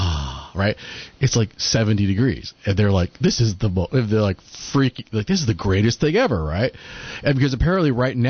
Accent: California, United States; Granted, as a Californian, I'm also not used to 110, 120 degrees.

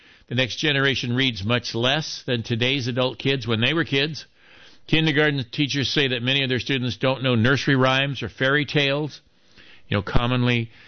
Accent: United States; Also, being an American and given the situation we find ourselves in today, I like to veer off into politics.

